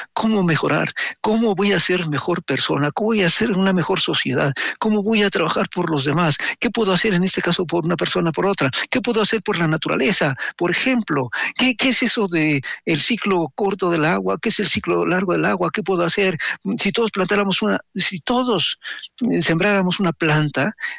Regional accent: Mexico; que nos haga ver que somos mexicanos.

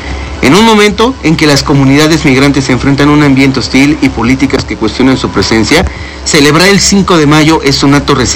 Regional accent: Puebla, Mexico; los poblanos

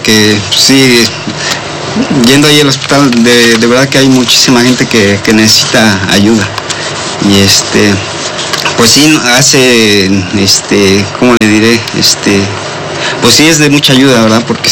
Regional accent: San Martín Texmelucan, Puebla, Mexico; Nosotros venimos de San Martín, Texmelucan.

